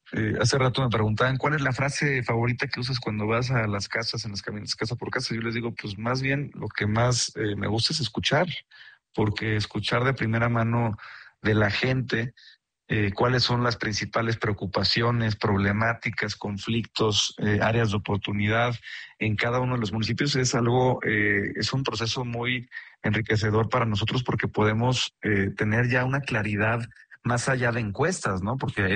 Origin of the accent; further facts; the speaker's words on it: Cancún, Quintana Roo, Mexico; yo que nací y crecí en Cancún